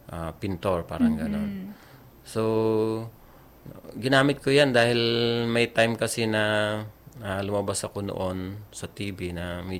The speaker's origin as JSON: {"language": "Tagalog", "town": "Pantabangan", "region": "Central Luzon", "country": "Philippines", "tie": "born there", "said": "taga-Pantabangan ako. Doon ako isinilang."}